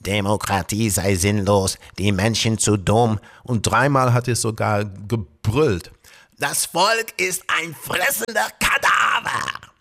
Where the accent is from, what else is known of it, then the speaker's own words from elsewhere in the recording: Leeuwarden, Friesland, Netherlands; hatte 1987 als 18-Jähriger die seltene Gelegenheit, in meiner Heimatstadt Leeuwarden ein Konzert von … zu veranstalten.